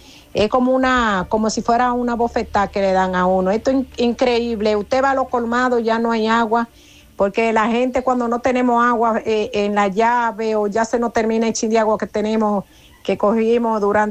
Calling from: Santiago de los Caballeros, Santiago, Dominican Republic; Le hablo de Villa Progreso, La Herradura.

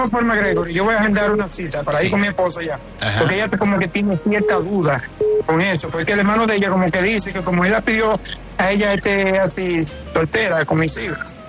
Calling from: Santiago de los Caballeros, Santiago, Dominican Republic; De aquí, de Santiago.

